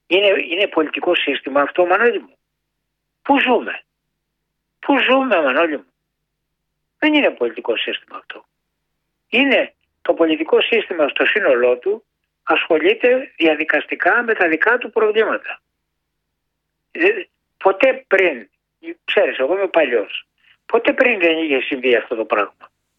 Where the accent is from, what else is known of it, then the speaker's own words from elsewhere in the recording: Gortynia, Peloponnese, Greece; που είναι από την πατρίδα μου κάτω από τη Γουρτινία.